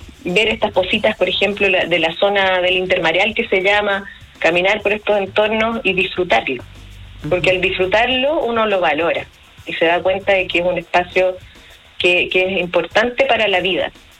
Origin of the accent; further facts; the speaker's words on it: Buenos Aires, Argentina; Y nosotros como los porteños nos íbamos a vacacionar a otros lados